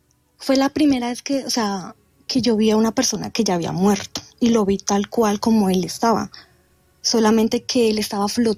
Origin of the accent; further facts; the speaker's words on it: San José del Guaviare, Guaviare, Colombia; born there; moved away; also born or lived in Tuluá, Valle del Cauca / Calamar, Guaviare; los 9 años, vivíamos en San José del Guaviare. Mi familia, yo soy de Tuluá Valle, pero pues mi papá y mi mamá siempre se fueron a vivir por allá. Y yo me crié allá